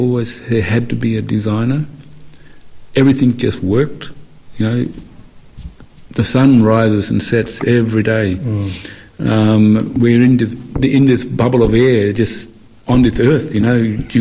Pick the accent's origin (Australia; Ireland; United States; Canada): Australia; Western Australia; I grew up in Western Australia. My mum is Aboriginal, and my dad is German. But I was raised with my mum.